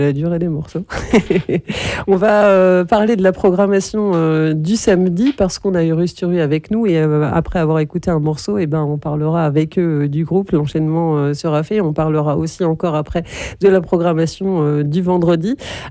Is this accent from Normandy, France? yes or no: yes; Normandy, France; quand j'ai grandi dans l'Orne, en fait, il n'y avait pas grand-chose.